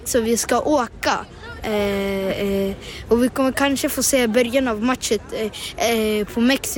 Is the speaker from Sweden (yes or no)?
no; Morocco; Swedish is a second language; Jag vill också att, att mitt hemland kommer vinna.